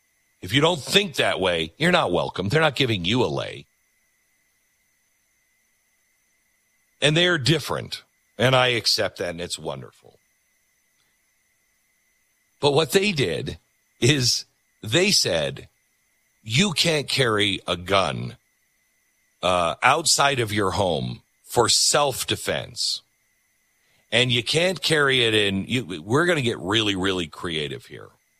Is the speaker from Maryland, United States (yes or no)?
no; Mount Vernon, Washington, United States; I grew up in Mount Vernon, Washington. It's about, I don't know, 70 miles north of Seattle, and it wasn't weird at that time.